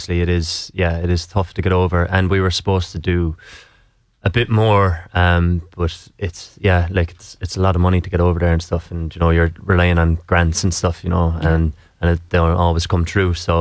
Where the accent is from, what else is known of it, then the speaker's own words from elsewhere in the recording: Cobh, Munster, Ireland; it's very specific to Cove, where me and Peter live and grew up.